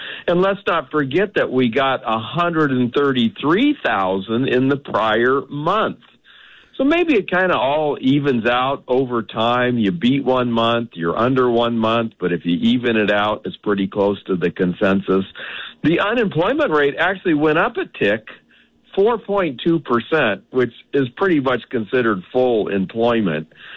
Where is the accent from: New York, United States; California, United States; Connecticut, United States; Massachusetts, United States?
California, United States; San Diego; a big aircraft carrier just left San Diego, California, my hometown, headed for where?